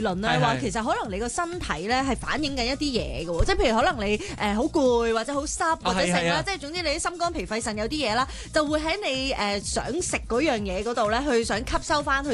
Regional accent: Hong Kong

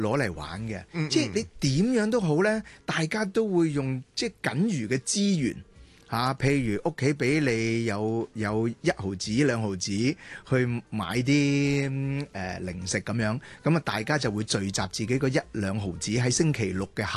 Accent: Kowloon, Hong Kong; 我细个的时候我就住石硖尾的。

